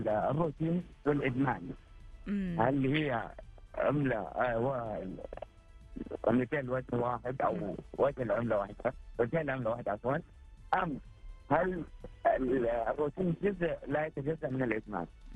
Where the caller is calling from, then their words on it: Riyadh, Riyadh Province, Saudi Arabia; من الرياض.